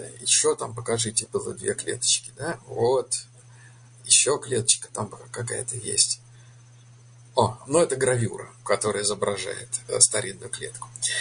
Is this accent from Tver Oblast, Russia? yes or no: no; Moscow, Russia; на Арбате, я там вырос, на Арбате, в арбатских переулках.